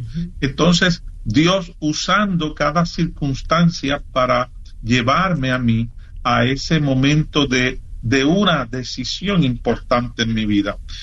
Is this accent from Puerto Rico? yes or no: yes; Corozal, Puerto Rico; moved away; en el pueblo de Corozal, en mi país natal